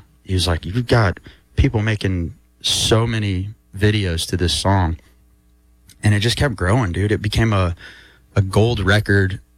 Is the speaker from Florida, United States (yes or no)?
no; Bixby, Oklahoma, United States; Bixby, Oklahoma.